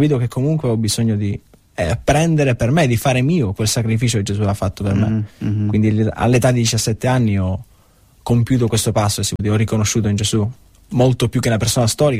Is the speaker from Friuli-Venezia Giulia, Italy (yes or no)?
no; Villafranca Tirrena, Sicily, Italy; moved away as an adult; also born or lived in Messina; now in Perugia, Italy; io sono di Messina, quindi sono nato a Messina e sono cresciuto in un paese vicino Messina, un piccolo paese, Villa Franca Tirrena, al quale sono molto attaccato, però non vivo più lì purtroppo, adesso vivo a Perugia.